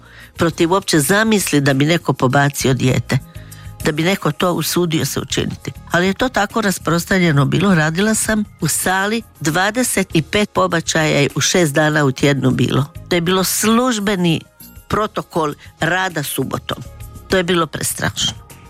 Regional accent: Dalmatia, Croatia; born there; ja sam rođena u Dalmaciji gdje je sramota, djevojke nisu smjele rađati

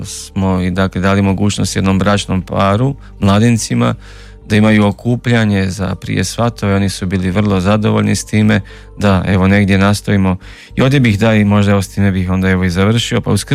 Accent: Babska, Vukovar-Syrmia County, Croatia; Da, postoji, rodom sam iz mjesta Babska gdje rad odlazi, gdje žive i moji.

